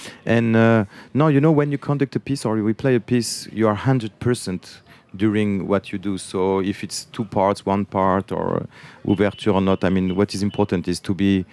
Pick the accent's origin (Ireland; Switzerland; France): France; born there; German is a second language; Ich bin in Frankreich geboren. Ich bin Franzose.